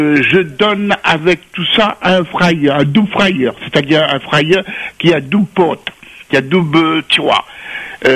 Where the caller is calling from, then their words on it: Saint-Pierre, Réunion; moi, je suis sur Saint-Pierre.